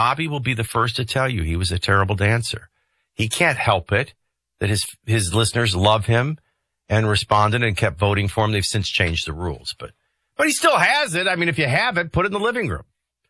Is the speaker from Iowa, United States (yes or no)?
no; New Orleans, Louisiana, United States; And I'm from New Orleans